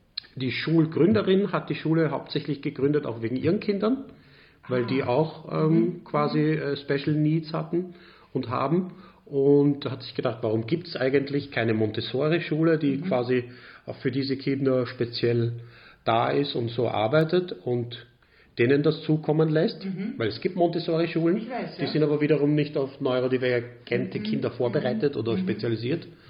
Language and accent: German; Vienna, Austria; born there; also born or lived in Anatolia, Turkey; Mit 18 Monaten bin ich am Flughafen Schwechat gelandet. Mein Vater war schon hier und hat uns dann nachgeholt, die Mama und mich und seine zwei Geschwister, die bei uns gelebt haben. Und seitdem bin ich eigentlich in Wien.